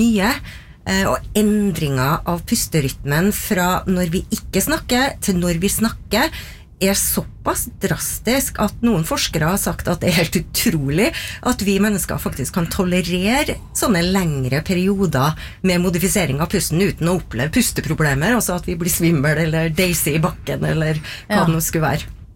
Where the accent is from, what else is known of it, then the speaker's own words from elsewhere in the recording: Trøndelag, Norway; accent: Trøndelag dialect; eksempel at trønderdialekten styrer pustemønsteret vårt på. Mm. Har noe å gjøre med hvordan jeg er som trønder.